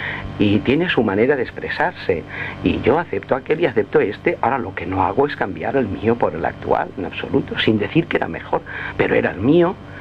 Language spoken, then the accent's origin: Spanish; Alcoy, Valencian Community, Spain; now in Madrid, Spain; de pequeña aquí en Alcoy